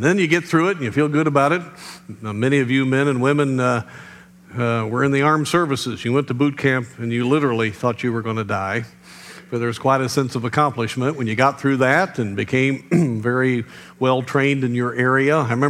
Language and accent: English; United States; we as American believers